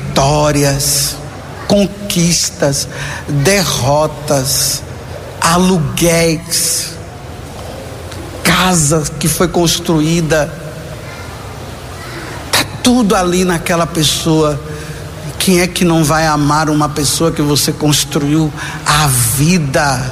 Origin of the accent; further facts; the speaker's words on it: Bahia, Brazil; Mas eu sou baiano, tem gente que acha que eu sou capixaba, outros acham que eu sou de Santo. Não, eu sou baiano.